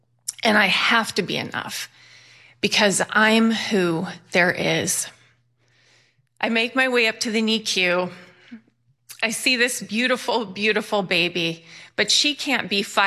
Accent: Bennington, Vermont, United States; born there; now in Phoenix, United States

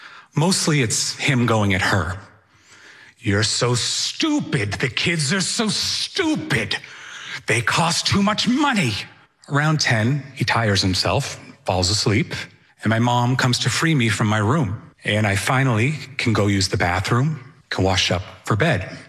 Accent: Sudbury, Massachusetts, United States; born or raised there; now in Stoneham, United States

